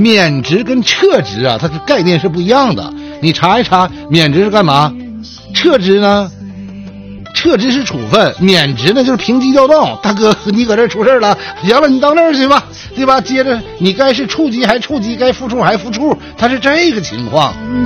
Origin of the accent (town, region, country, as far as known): China